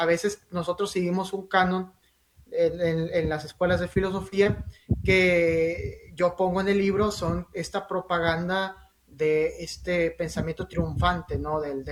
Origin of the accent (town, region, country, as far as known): Mexico